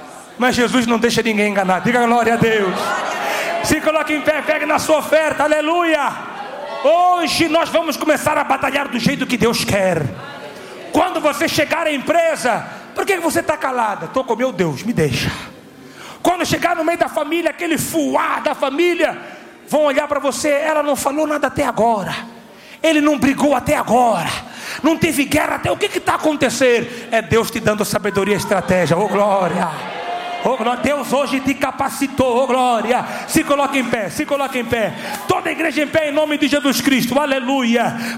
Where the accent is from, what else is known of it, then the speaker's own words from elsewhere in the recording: Mozambique; moved away; Eu estava na minha terra, Moçambique.